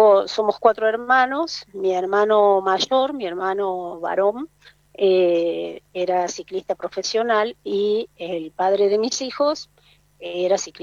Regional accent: Catamarca, Argentina; also born or lived in Tucumán; me vine a Catamarca, hice cambio de colegio

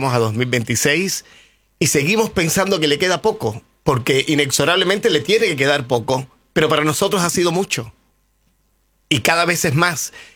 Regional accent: Cuba; moved away; Esa es la casa donde yo nací y esa casa se la quedó el gobierno cuando yo me fui de Cuba

